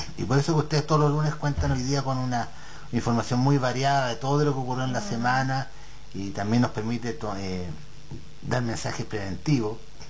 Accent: Chile; nos enorgullecen como chilenos

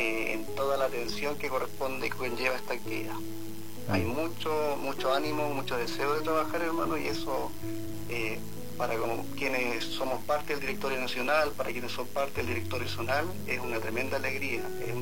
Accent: Valdivia, Los Ríos, Chile; yo soy de Valdivia, y qué bendición para mí es poder anunciar en mi ciudad

